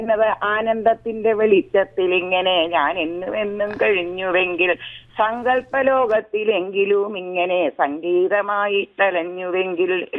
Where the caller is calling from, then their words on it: Chittur, Kerala, India; ചിറ്റൂരാണ്, Chittur